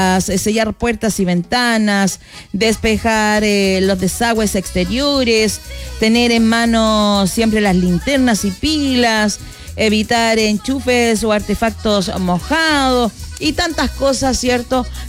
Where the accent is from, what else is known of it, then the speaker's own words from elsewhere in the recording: Chile; somos seres humanos, somos chilenos